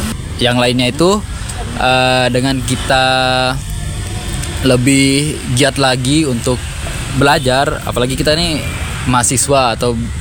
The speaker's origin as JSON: {"language": "Indonesian", "town": "Sikur", "region": "West Nusa Tenggara", "country": "Indonesia", "tie": "born or raised there", "said": "Saya asli Sikur, Lombok Timur."}